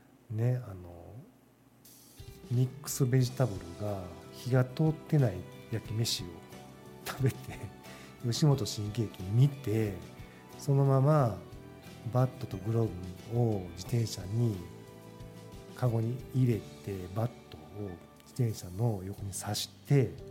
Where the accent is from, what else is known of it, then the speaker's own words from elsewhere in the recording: Kansai, Japan; also born or lived in Tokyo; 東京いる時はね、まあ、関西から来たって言うからよう突っ込んでとか言われてました。でも大阪じゃないんで、うん、そうかなと思ってたけど